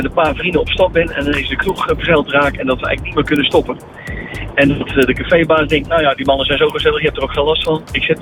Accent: Zeeland, Netherlands; En we wonen in de buurt van Goes en we komen uit Zeeland.

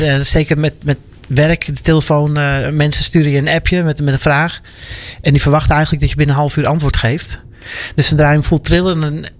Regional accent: Aalsmeer, North Holland, Netherlands; also born or lived in Amstelveen; echt de basisschool allemaal gehad. De middelbare school dan niet. Want ja, er was toen weinig in Aalsmeer. Daarvoor moest je ook weer naar Amstelveen.

